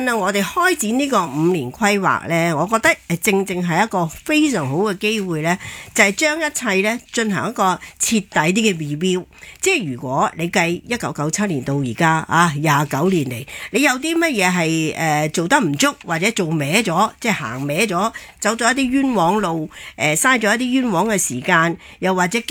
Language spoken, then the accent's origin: Cantonese; Hong Kong